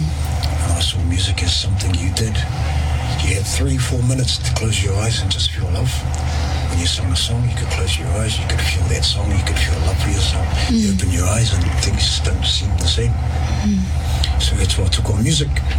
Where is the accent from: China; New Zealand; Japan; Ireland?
New Zealand; Auckland; born there; also born or lived in Palmerston Island, Cook Islands; born and bred in South Auckland, born in Middlemore Hospital.